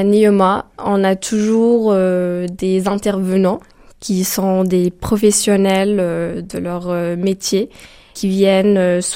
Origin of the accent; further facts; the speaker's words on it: Marrakesh, Marrakesh-Safi, Morocco; now in Reims, France; Alors moi, je viens de Marrakech. C'est une ville très connue, très touristique.